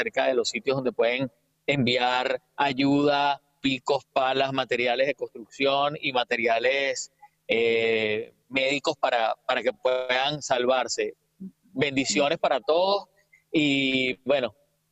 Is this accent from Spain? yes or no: no; Venezuela; moved away; Sí, yo creo que todos los venezolanos estamos, los que estamos fuera, tratando